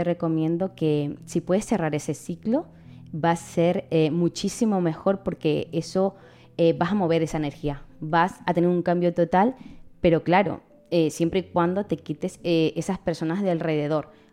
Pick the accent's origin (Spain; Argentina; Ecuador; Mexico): Ecuador; moved away; yo soy de ecuatoriana, mi familia está en Ecuador